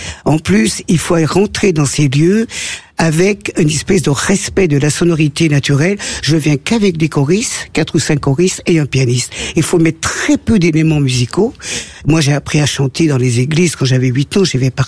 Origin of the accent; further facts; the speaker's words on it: Auvergne-Rhône-Alpes, France; dans mon village natal. Oui, à côté du lac.